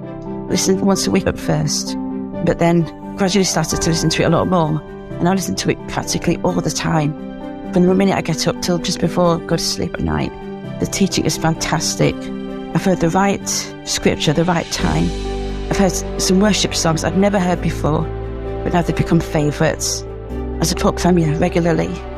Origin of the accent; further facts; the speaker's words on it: Yorkshire and the Humber, United Kingdom; from Yorkshire.